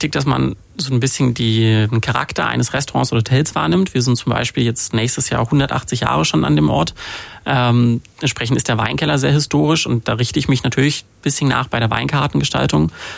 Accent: Cologne, North Rhine-Westphalia, Germany; Ich komme aus Köln. Das ist eine Stadt, die eher für Bier als für Wein bekannt ist.

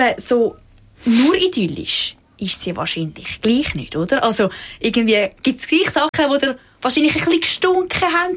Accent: Switzerland; weil bei uns in der Schweiz gibt es halt keine Königsfamilien

